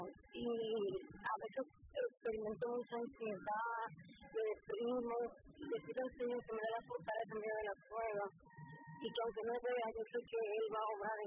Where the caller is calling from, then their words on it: Linden, New Jersey, United States; De Lindon.